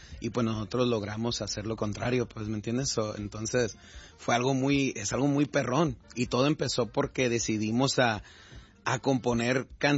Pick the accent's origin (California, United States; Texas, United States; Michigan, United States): California, United States; Compton; yo escucho mucha música rap, porque yo yo soy de Campton.